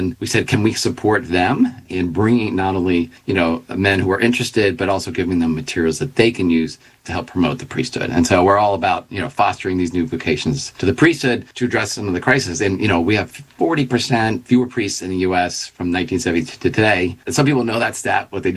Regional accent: Philadelphia, Pennsylvania, United States

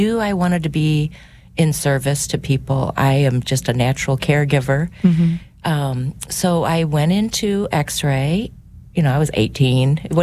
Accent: Crestwood, Missouri, United States; Yep. I grew up in Crestwood. I went to St. Elizabeth of Hungary, and then I went to Lindbergh High School. I'm one of six children in a awesome Catholic family.

